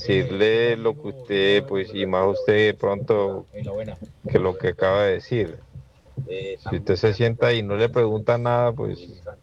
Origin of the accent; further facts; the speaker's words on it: Santa Marta, Magdalena, Colombia; now in Medellín, Colombia; voy para 2 años de estar aquí en Medellín. Yo soy de la costa, soy de Santa Marta.